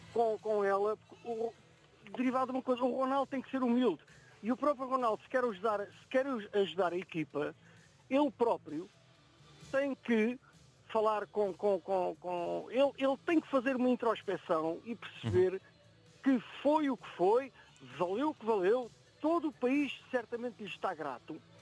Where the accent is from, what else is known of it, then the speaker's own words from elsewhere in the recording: Portugal; porque Portugal é Portugal e eu sou português e assim hei de morrer, que eu tenho 58 anos de idade